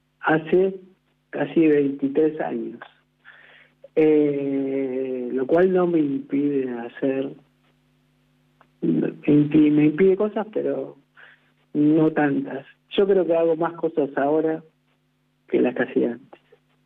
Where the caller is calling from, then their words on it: La Plata, Buenos Aires Province, Argentina; tengo 44 años, vivo en La Plata.